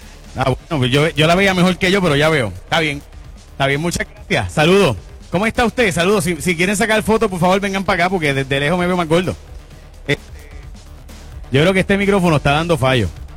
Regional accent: San Lorenzo, Puerto Rico; yo soy de San Lorenzo, así que siempre ha sido mi vecino. ¿Cómo están? Y yo soy de Jaguar, de San Lorenzo, para ser exacto

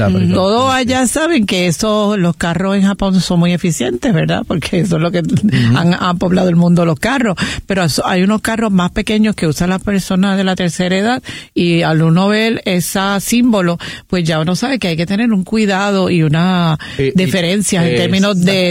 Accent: San Juan, Puerto Rico

